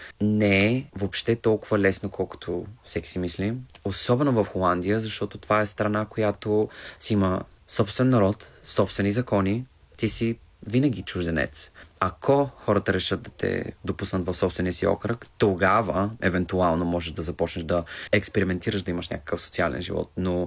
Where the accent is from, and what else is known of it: Targovishte, Targovishte Province, Bulgaria; born or raised there